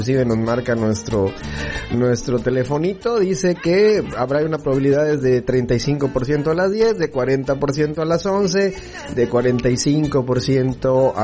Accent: Mexico; nos identifica como mexicanos y la música ranchera pues nos hace sentir muy mexicanos.

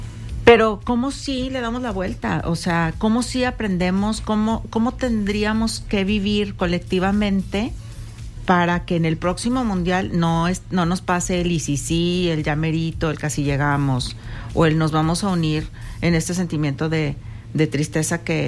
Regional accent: Mexico; Se han dicho muchas cosas que como mexicanos tenemos que ir tal vez entendiendo

